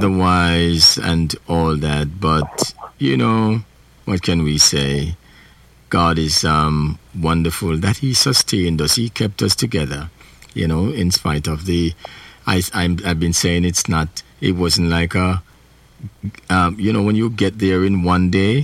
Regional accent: Clarendon, Jamaica; moved away; also born or lived in St. Elizabeth, Jamaica; I'm from Clarendon

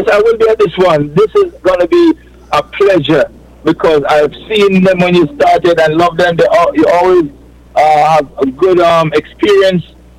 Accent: Colgate, Jamaica; I am from Colgate, yes.

